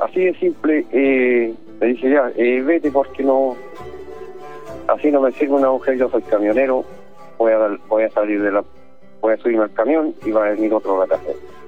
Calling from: Coronel, Biobío, Chile; yo vivo en Coronel acá.

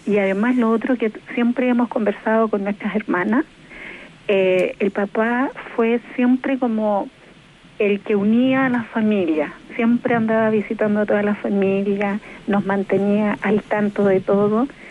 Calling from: Santiago, Santiago Metropolitan Region, Chile; De Peñalolén.

